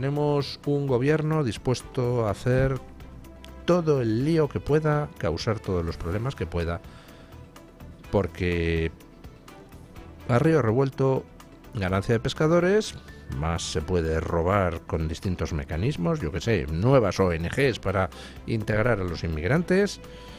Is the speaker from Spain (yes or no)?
yes; Spain; quienes somos españoles o vivimos en España